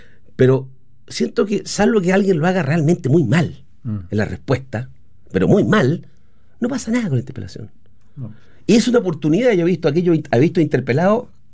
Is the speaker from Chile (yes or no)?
yes; Chile; nosotros los chilenos